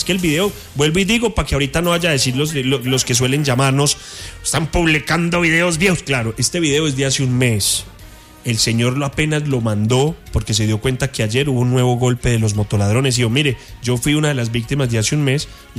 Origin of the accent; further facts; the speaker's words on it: Manizales, Caldas, Colombia; Yo soy de Manizales, paré con mi familia a comer en ese sitio.